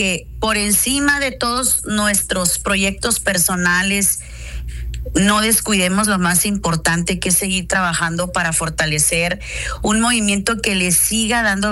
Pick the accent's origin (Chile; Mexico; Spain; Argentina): Mexico; Sonora; Pues yo creo que soy una sonorense como todos, honestos, francos, echados para adelante.